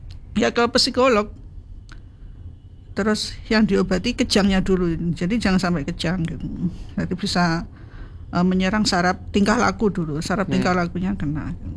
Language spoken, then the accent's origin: Indonesian; Tulungagung, East Java, Indonesia; Saya kan asli Tulungagung.